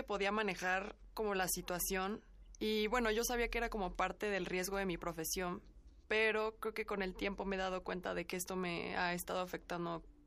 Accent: Puebla, Mexico; soy periodista y soy de aquí de Puebla.

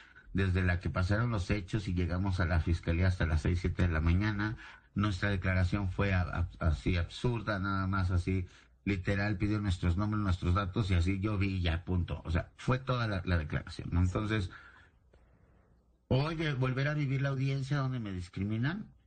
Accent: Mexico; y sí tenemos que hacer algo como mexicanos

